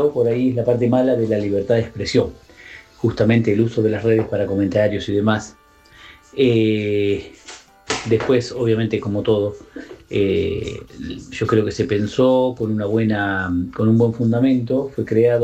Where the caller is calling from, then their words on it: Tordillo, Buenos Aires, Argentina; desde Tordillo.